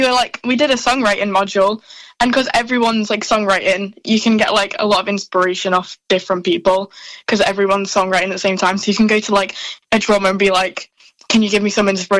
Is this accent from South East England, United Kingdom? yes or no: no; Chester, North West England, United Kingdom; I'm from Chester, which is, like, obviously a bit further away from Liverpool, but I go to college in Liverpool, in LMA